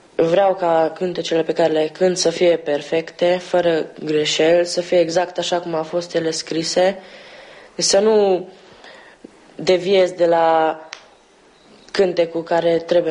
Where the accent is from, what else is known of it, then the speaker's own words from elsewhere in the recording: Otlaca Pustă, Békés, Hungary; Sunt din Otlaca Pustă, originar din județul Cluj, localitatea Turda.